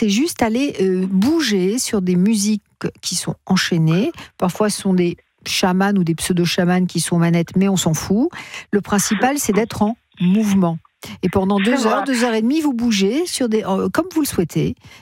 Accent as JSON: {"language": "French", "region": "Nouvelle-Aquitaine", "country": "France", "tie": "born or raised there", "said": "quand j'étais jeune dans le Bordelais"}